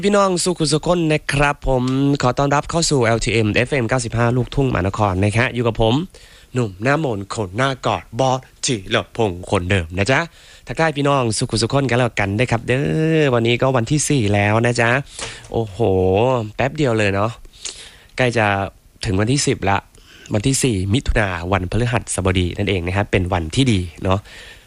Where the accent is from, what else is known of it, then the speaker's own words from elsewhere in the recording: Isan, Thailand; ผมคนอีสานบ้านเฮาพี่น้องมื้อนี้หลายนะครับ